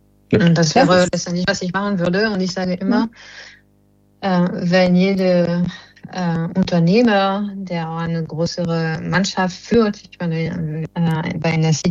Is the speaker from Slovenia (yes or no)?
no; France; German is a second language; now in Germany; Als Französin in Deutschland, Bundeskanzlerin zu werden, ist ein bisschen verrückt.